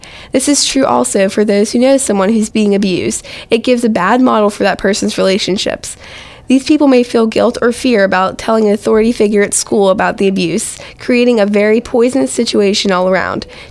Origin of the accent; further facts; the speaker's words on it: South Allegheny, Pennsylvania, United States; I'm 17 from South Allegheny.